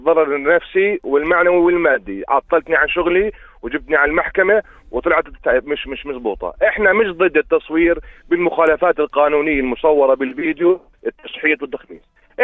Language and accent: Arabic; Jordan; احنا اردنيين